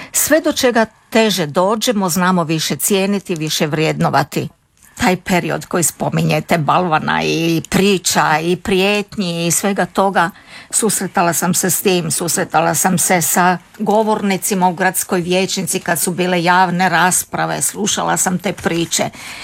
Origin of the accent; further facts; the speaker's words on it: Rijeka, Primorje-Gorski Kotar County, Croatia; Nekako sam u svojoj mladosti, kada sam rođena u Rijeci, odrastala, nisam imala priliku osim u obitelji spoznati vjeru. Ali sam zato sa mojim prijateljima, djecom iz ulice, svake nedelje išla do Kapucinske crkve.